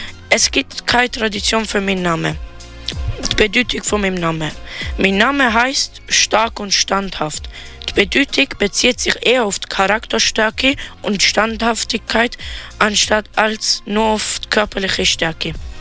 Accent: North Macedonia; Ich komme aus Albanien, also besser gesagt, ich bin Albaner aus Mazedonien. Ich bin auch Islam, also ich glaube an die Religion Islam.

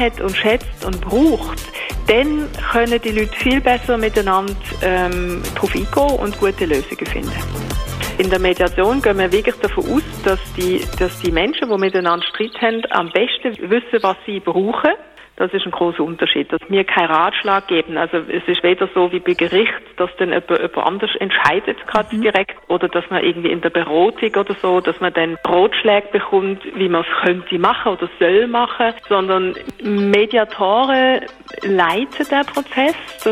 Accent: Leipzig, Saxony, Germany; born there; ich bin geboren in Leipzig. Ich habe dann dort Soziologie studiert

